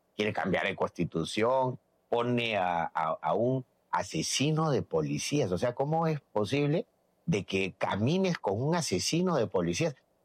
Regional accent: Peru; nosotros somos peruanos

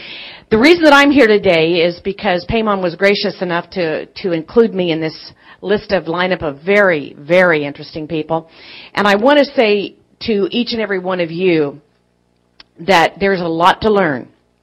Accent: Kansas, United States; Number one, I'm from Kansas, and it was Air Force.

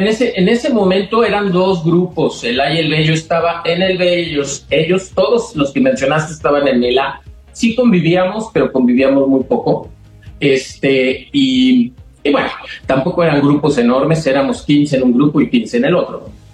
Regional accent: Poza Rica, Veracruz, Mexico; born there; yo nací en Poza Rica, Veracruz. Y en aquel entonces, o sea, yo tengo 15 entrados en 16

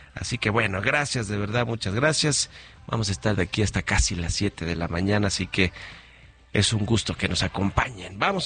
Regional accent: Mexico; somos mexicanos

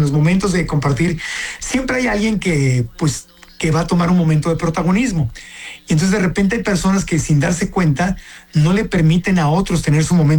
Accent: Acapulco, Guerrero, Mexico; Yo tengo casa en Acapulco. Mi abuelita es de Acapulco. Yo crecí en Acapulco.

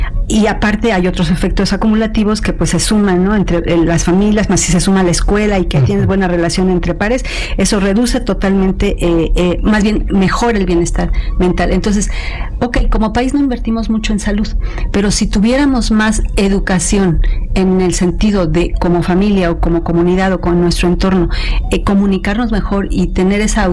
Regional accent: Mexico; los mexicanos somos así

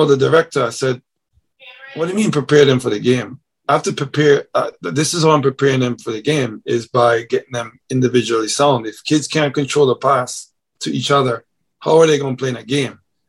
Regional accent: Jamaica; moved away; so my model is based off of how I grew up in Jamaica. You play on the streets, you play with kids that can't play your ball.

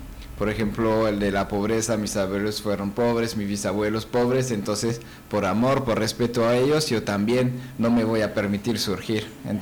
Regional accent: Geneva, Switzerland; moved away; Yo soy de Ginebra, de la parte Ginebra. Francesa.

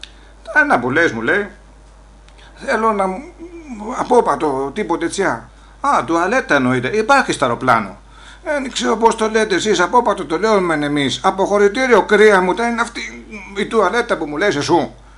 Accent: Olympos, South Aegean, Greece; γιατί να είμαι από την Όλυμπο της Καρπάδου και θεωρώ πως έχουμε καλή εταιρεία.

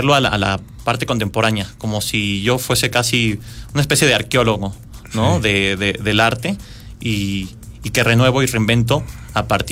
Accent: Querétaro, Mexico; siendo yo queretano

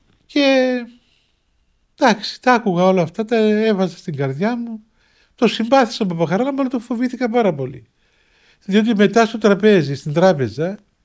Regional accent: Cyprus; μου είπε παιδάκι μου καλό, από πού είσαι, λέω από την Κύπρο γέροντα.

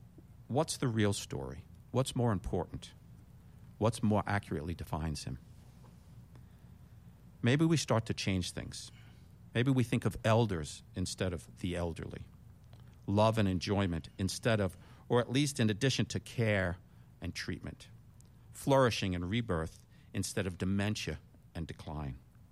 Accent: New York City, New York, United States; I grew up in New York City.

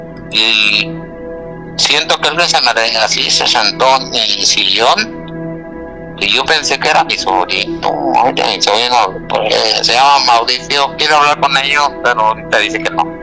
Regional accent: Guanajuato, Mexico; now in Chicago, United States; Bueno, yo soy de Guanajuato, pero ahorita me dedico en Chicago

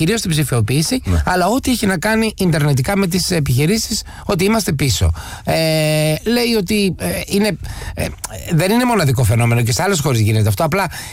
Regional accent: Greece

